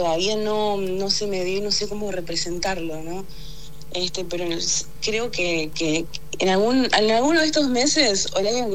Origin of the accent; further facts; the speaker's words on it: Corrientes, Argentina; Existe Corrientes, soy de Corrientes, aunque no se me note en el acento. Pero no, estoy orgullosa de ser correntina, la verdad.